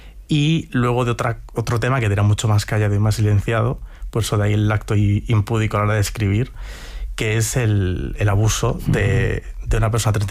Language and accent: Spanish; Ourense, Galicia, Spain; born or raised there